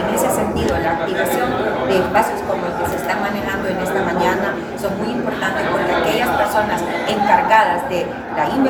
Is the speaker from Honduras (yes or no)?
yes; Honduras; todos somos hondureños